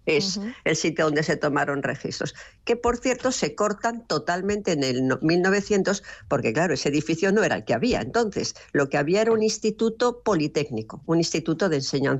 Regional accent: Zaragoza, Aragon, Spain; born there; Yo nací en Zaragoza.

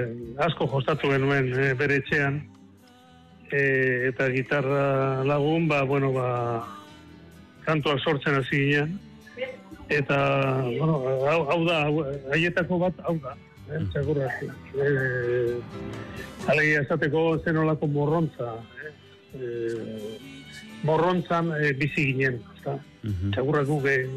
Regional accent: Tarragona, Catalonia, Spain; born there; Ni ere Tarragonan jaio nintzen.

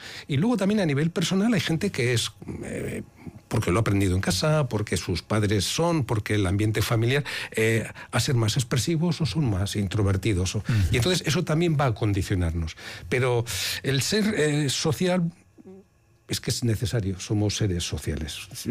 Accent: Bilbao, Basque Country, Spain; Yo cuando me preguntan de dónde eres, digo, de Deusto. Y luego hace tiempo que no vivo en Deusto, pero esa referencia, sí, esa socialización, sí, automáticamente sí te sale

